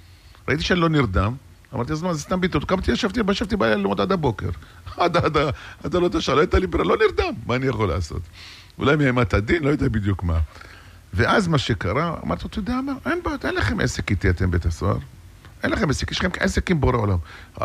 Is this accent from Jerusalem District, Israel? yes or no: yes; Jerusalem, Jerusalem District, Israel; אצלנו בירושלים